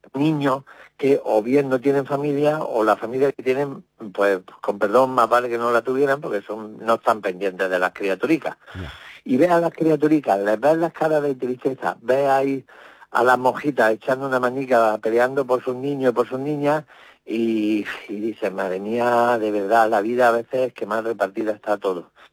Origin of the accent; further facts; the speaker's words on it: Marmolejo, Andalusia, Spain; yo estreno en mi tierra, y además le tengo mucho cariño a Marmolejo